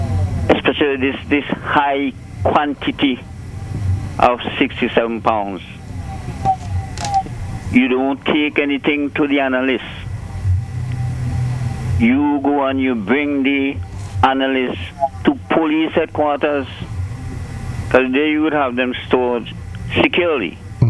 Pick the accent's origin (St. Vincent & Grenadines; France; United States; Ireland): St. Vincent & Grenadines; moved away; he returned back to his hometown, St. Vincent and the Grenadines. That's my hometown too.